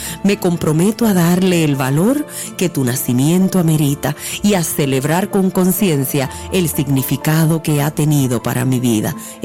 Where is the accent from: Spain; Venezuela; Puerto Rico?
Puerto Rico